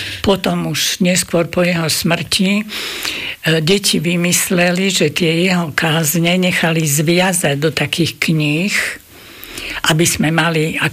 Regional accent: Nové Zámky, Nitra Region, Slovakia; born there; also born or lived in Zvolenská Slatina; Keď som mala necelých 6 rokov, tak sme sa presťahovali do Nových Zámkov

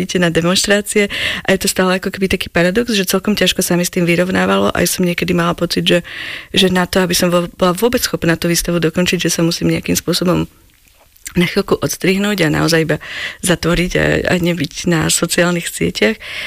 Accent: Bratislava, Bratislava Region, Slovakia; moved away as an adult; now in Slovenský Grob, Slovakia; Ja som z Bratislavy, aj celý život som bývala v Bratislave.

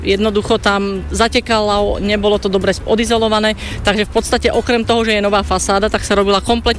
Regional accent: Bratislava, Bratislava Region, Slovakia; born there; som rodená Bratislavčanka

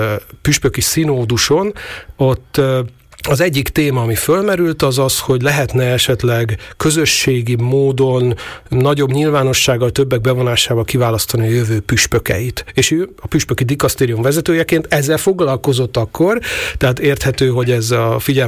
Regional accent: Hungary

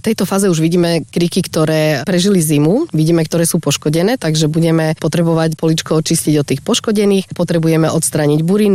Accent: Michalovce, Košice Region, Slovakia; moved away as an adult; Ja som Michalovčanka.

